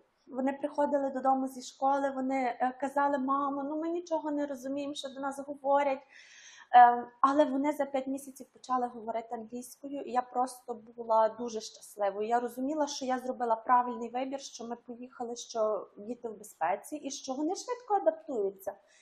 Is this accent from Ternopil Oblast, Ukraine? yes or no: yes; Monastyryska, Ternopil Oblast, Ukraine; moved away; Я родом з України, пишаюся цим, з Монастириська, Тернопільська область. Невеличке містечко, але я люблю його.